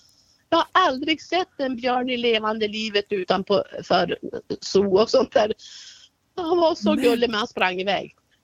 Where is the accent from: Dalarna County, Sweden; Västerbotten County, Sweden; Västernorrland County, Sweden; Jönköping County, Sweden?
Västerbotten County, Sweden; Bjurholm; moved away; Då åker jag till min hemby där mitt föräldrahem är, som jag rår om då. Och det är i Njörsby i Bjurholms kommun.